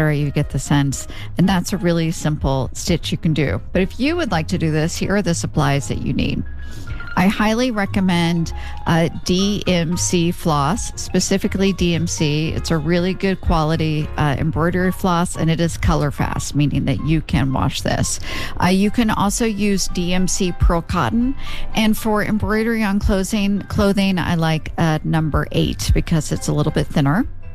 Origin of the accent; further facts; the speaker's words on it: Oklahoma, United States; moved away; growing up in Oklahoma